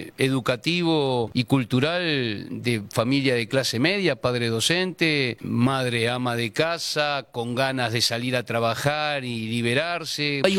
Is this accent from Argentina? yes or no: yes; Buenos Aires, Argentina; Me crié en Constitución, logré terminar la secundaria en el Nacional Buenos Aires